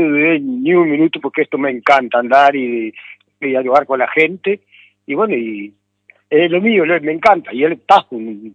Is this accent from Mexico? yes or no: no; Uruguay